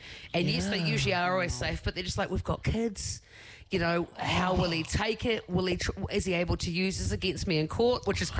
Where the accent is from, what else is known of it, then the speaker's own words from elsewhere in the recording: Dargaville, Northland, New Zealand; in Dargaville, my hometown, and did that for like the whole of sixth and then seventh form. And then just went straight on to like radio school in Wellington, and then just kept going after that.